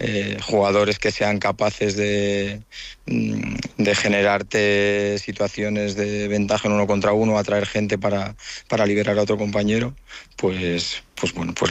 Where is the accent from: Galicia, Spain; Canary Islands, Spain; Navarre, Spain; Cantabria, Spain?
Cantabria, Spain; Santander